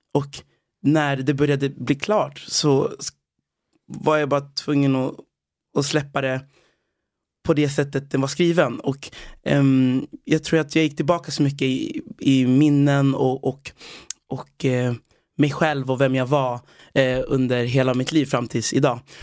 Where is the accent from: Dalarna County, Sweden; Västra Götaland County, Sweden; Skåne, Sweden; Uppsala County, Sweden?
Dalarna County, Sweden; Tällberg; born there; moved away as an adult; also born or lived in Congo / Uganda; now in Stockholm, Sweden